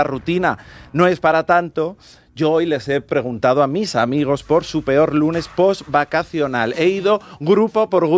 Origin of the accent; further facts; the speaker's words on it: Aragon, Spain; Ya sabéis que, bueno, yo soy aragonés y ya sabemos en Aragón que lo único que hay